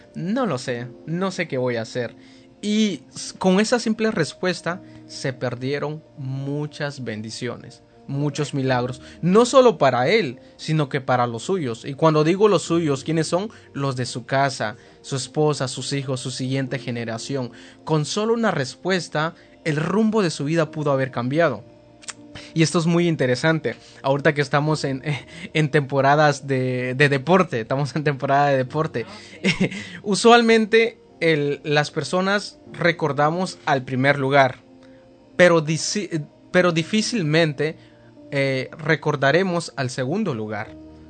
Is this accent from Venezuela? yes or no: no; Guatemala; moved away; Yo soy de Guatemala